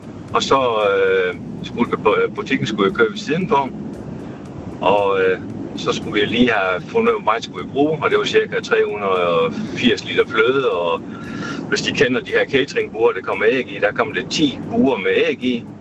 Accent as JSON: {"language": "Danish", "region": "Region of Southern Denmark", "country": "Denmark", "lives_now": "Varde, Denmark", "said": "jeg startede bageri i 89, og som sønderjyde kom jeg til Varde"}